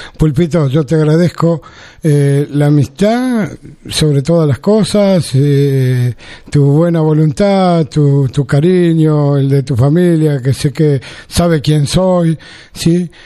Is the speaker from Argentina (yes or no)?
yes; Argentina